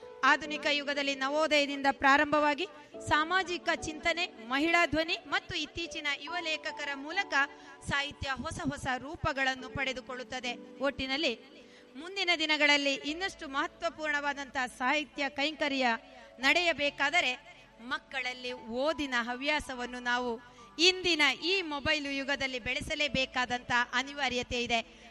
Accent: Dakshina Kannada district, Karnataka, India

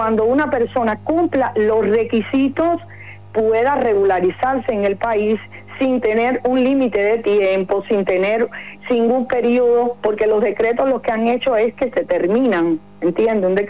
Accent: Cuba; moved away as an adult; now in Uruguay; salir de Cuba para mí y para todos los cubanos es un escape

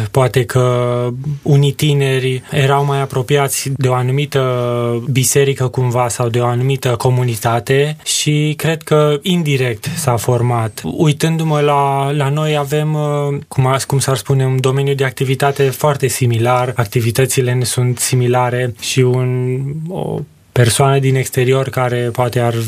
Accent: Orăștie, Hunedoara County, Romania; moved away as an adult; now in Cluj-Napoca, Romania; m-am născut în Orăștie, județul Hunedoara și ca formare școlară am urmat Colegiul Național Aurel Vlaicu din Orăștie

